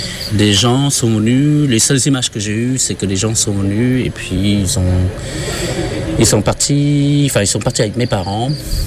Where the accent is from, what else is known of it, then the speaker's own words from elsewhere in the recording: Daou, Batman Province, Turkey; now in France; je ne sais même pas où je suis né. Apparemment, je viens de Daou, c'est une banlieue de Batman.